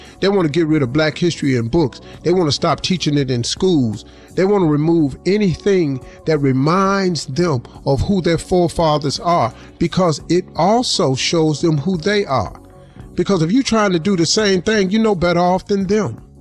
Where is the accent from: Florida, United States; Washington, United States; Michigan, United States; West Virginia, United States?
West Virginia, United States; Welch; I grew up in Welch, West Virginia. I saw colored only water fountains.